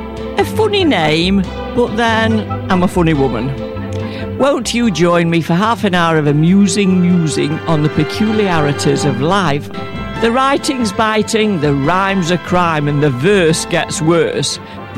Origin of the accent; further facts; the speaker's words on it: Manchester, North West England, United Kingdom; born there; I was born in Manchester, famous for the football team Manchester United.